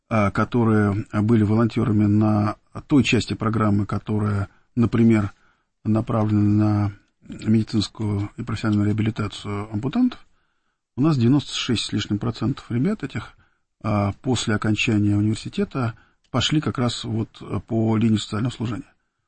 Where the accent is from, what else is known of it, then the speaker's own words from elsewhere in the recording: Abramtsevo, Moscow Oblast, Russia; одно из моих тяжелейших воспоминаний детства было то, что у нас на даче, где мы выросли, была в Абрамцево, и мы довольно часто ездили тогдашний Загорск.